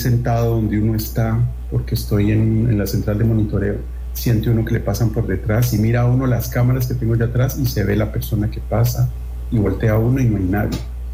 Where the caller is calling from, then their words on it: Cali, Valle del Cauca, Colombia; Muy bien, yo te estoy hablando desde la ciudad de Cali.